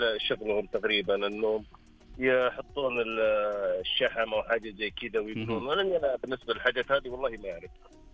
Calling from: Muhayil, Asir, Saudi Arabia; من محايل أتيس

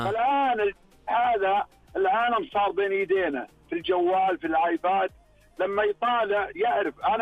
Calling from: Riyadh Province, Saudi Arabia; أنا من محافظات منطقة الرياض.

